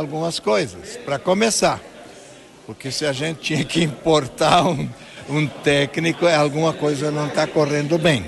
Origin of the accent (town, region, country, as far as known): Brazil